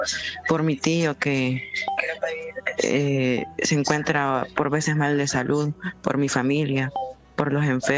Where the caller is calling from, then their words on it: San Salvador, El Salvador; le llamo desde El Salvador, San Salvador.